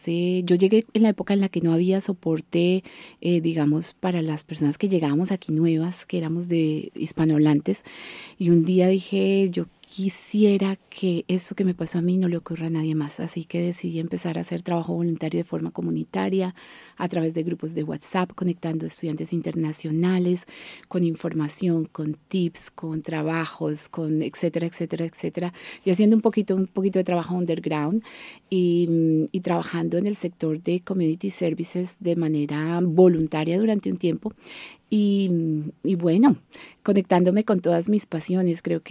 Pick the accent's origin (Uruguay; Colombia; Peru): Colombia; moved away as an adult; now in Adelaide, Australia; yo soy una colombiana que llegó a Adelaida hace 16 años. Llevo 16 años viviendo aquí con mi familia.